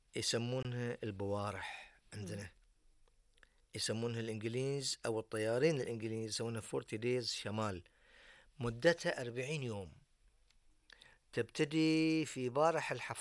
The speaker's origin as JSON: {"language": "Arabic", "country": "Bahrain", "said": "احنا نسميها معروفة عندنا في البحرين."}